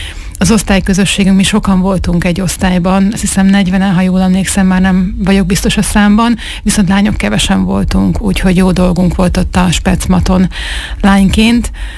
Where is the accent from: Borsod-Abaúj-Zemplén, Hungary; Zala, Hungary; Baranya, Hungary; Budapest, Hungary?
Borsod-Abaúj-Zemplén, Hungary; Miskolc; Igen, én itt Miskolcon születtem, és itt is nőttem fel, úgyhogy én egy hamisítatlan miskolci lakos vagyok.